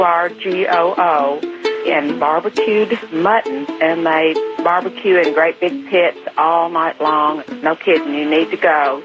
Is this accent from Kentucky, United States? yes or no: yes; Owensboro, Kentucky, United States; I was raised in Owensboro, Kentucky, on the Ohio River, and my deepest food memory is the Catholic church picnics.